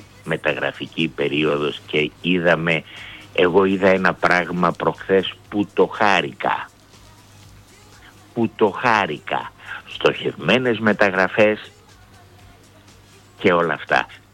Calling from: Vouliagmeni, Attica, Greece; also born or lived in Istanbul; από τη Βουλιαγμένη.

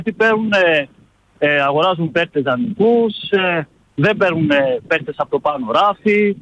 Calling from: Thessaloniki, Central Macedonia, Greece; Παοξής είμαι από τη Θεσσαλονίκη.

